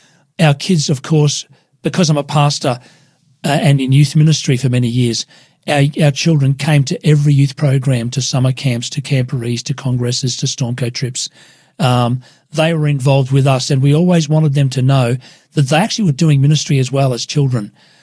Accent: Queensland, Australia; also born or lived in New Zealand; now in Sydney, Australia; We're both from Queensland. We've left our family behind.

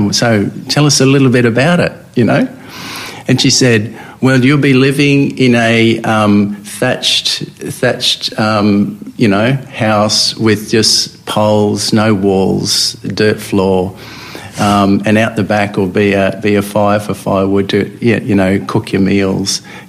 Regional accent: Papua New Guinea; I grew up in New Guinea for 7 years as a child

